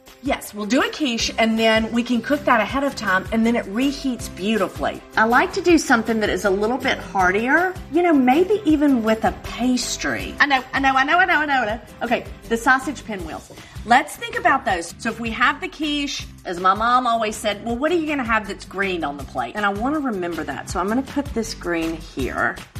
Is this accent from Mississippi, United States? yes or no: yes; Oxford, Mississippi, United States; invited to join … for an outdoor brunch in my hometown, Oxford, Mississippi.